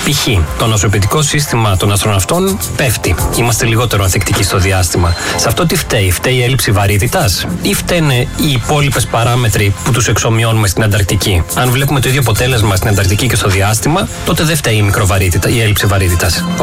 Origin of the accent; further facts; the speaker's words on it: Larissa, Thessaly, Greece; moved away as an adult; also born or lived in Athens; Γεννήθηκα εδώ στην Αθήνα, ωστόσο γενέτειρά μου θεωρώ τη Λάρισα, δηλαδή μεγάλωσα από 0 ετών στην ουσία έως τα 18 μου στη Λάρισα.